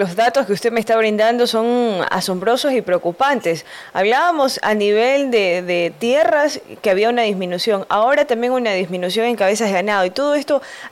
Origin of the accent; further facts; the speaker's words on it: Santa Ana, Manabí, Ecuador; yo que soy bien Montubio, por decirlo así. Yo soy de Santa Ana